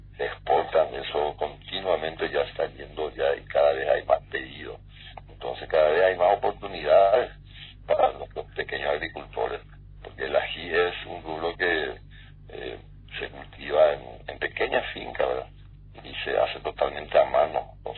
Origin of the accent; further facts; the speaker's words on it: Paraguay; sin distinción, como paraguayo, como patriota, siempre pues, esa es mi forma de ser